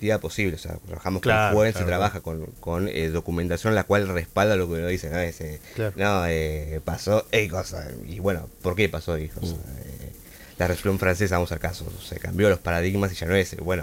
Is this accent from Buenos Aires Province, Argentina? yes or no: yes; Pinamar, Buenos Aires Province, Argentina; moved away as an adult; nacido y criado en Pinamar.